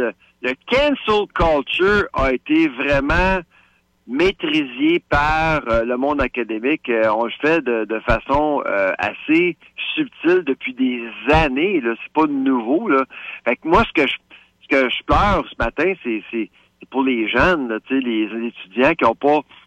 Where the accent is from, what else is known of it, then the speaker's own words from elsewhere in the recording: Laval, Quebec, Canada; Tu sais, comme à Laval. Je viens de Laval.